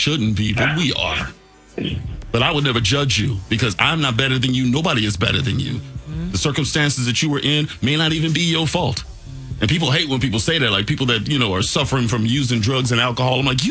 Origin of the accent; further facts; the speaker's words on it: Bakersfield, California, United States; moved away; back in my hometown of Bakersfield